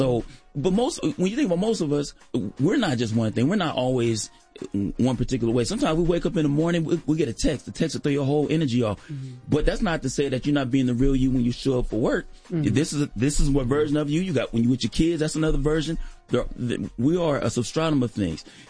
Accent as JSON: {"language": "English", "town": "Los Angeles", "region": "California", "country": "United States", "tie": "born or raised there", "said": "LA. I'm from South Central LA."}